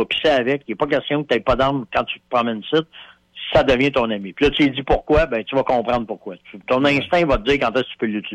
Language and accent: French; Canada